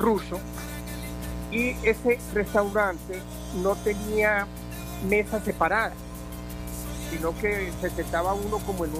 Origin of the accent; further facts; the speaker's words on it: Colombia; escúcheme, soy colombiano, soy periodista